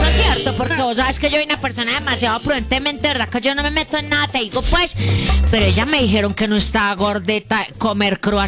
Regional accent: Bolombolo, Antioquia, Colombia; Bolombolo, no vengas vos acá a echarle agua dulce a mi pueblo

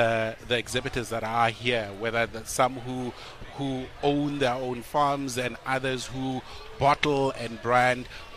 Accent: South Africa; us as South Africans

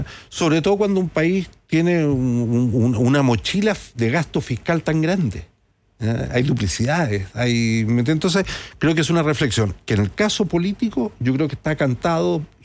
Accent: Santiago, Santiago Metropolitan Region, Chile; yo soy de Santiago, pero me tocó visitar mucho las regiones cuando yo era autoridad

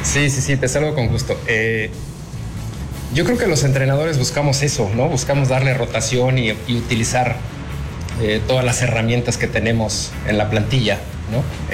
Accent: Mexico; now in Guatemala; Yo soy mexicano, ¿no? Yo soy mexicano.

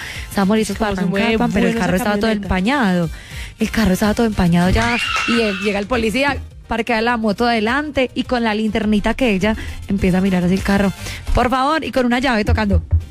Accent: Entre Ríos, Argentina; Yo también soy de pueblo, yo soy de Entre Ríos.

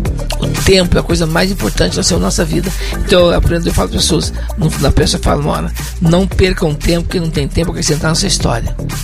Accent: Poços de Caldas, Minas Gerais, Brazil; moved away as an adult; also born or lived in São Paulo; Eu fui criado em Posto de Caldas dos 8 anos em diante.

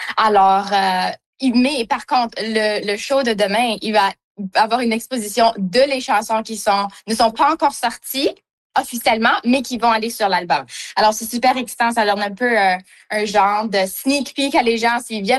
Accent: Manitoba, Canada; moi, j'ai des racines, comme je suis franco-manitobaine

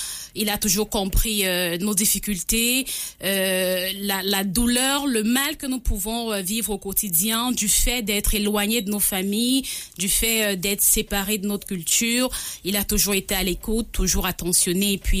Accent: Cameroon; moved away as an adult; now in Canada; J'ai quitté le Cameroun il y a de cela 2 ans et demi. Au Cameroun, j'ai cumulé une expérience de journaliste pendant 11 ans.

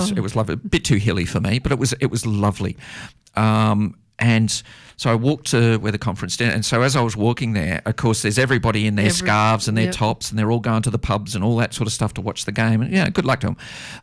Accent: Australia; that's what it's like being an Australian following the Socceroos.

